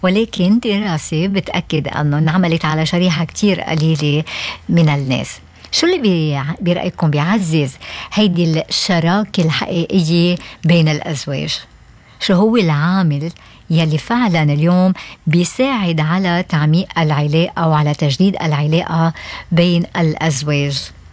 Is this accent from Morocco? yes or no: no; Lebanon; عنا بلبنان